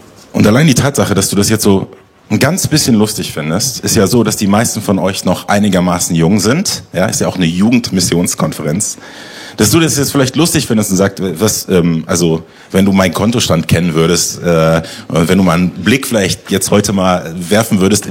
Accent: Germany

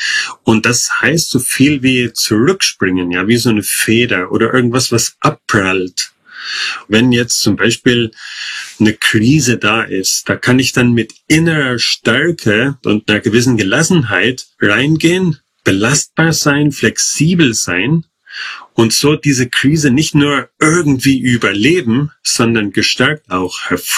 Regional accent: Central Germany, Germany; moved away as an adult; also born or lived in Thailand; Ich komme hier gebürtig aus der Mitte von Deutschland. Vielleicht hört man das auch ein bisschen an meinem Akzent. Und ja, war 15 Jahre mit OMF in Asien gewesen

